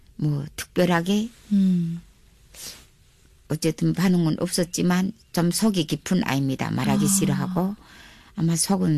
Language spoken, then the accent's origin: Korean; North Korea; also born or lived in China; now in Gwangmyeong, South Korea; 나는 북한 사람이고